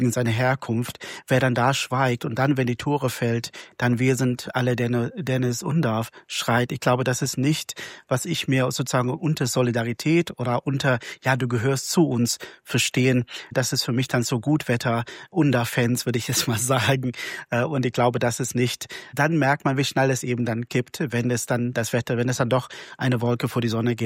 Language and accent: German; South Africa; now in Lower Saxony, Germany; Ich bin in Südafrika groß geworden mit 11 amtlichen Sprachen, eine diverse Kultur, in eine multireligiöse Hausfamilie.